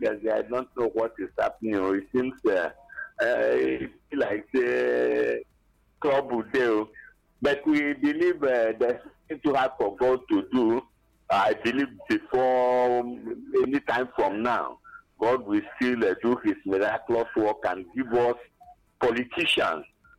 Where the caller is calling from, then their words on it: Enugu, Enugu State, Nigeria; I'm calling from Abapanike, Enugu.